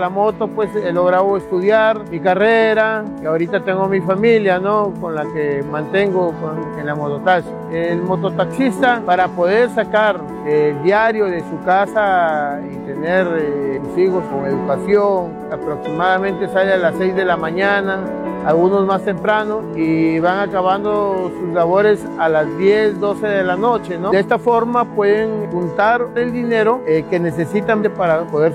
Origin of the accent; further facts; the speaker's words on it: Piura, Peru; vengo de la ciudad de Piura.